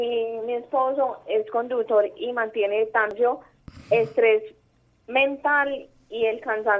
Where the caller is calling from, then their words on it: Rionegro, Antioquia, Colombia; Desde Río Negro.